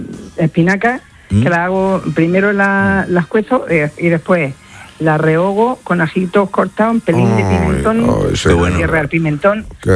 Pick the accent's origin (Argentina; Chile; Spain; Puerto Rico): Spain; Region of Murcia; Soy murciana.